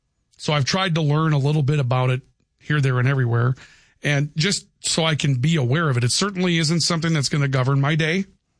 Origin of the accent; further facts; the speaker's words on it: United States; We are fully American now with that generation of child.